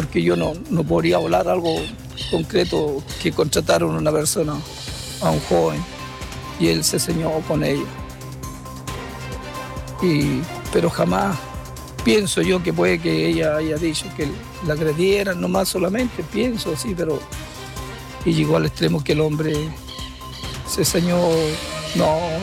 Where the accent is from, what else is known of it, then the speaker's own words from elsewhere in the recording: Chile; la gente de mi país, de mi pueblo